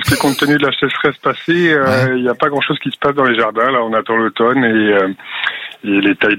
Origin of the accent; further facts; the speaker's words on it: Plouezec, Brittany, France; moved away as an adult; Moi, je suis originaire de Plouezec. J'ai virevolté de gauche et de droite pendant quelques années. Puis, je suis revenu ici auprès de mes parents il y a une quinzaine d'années.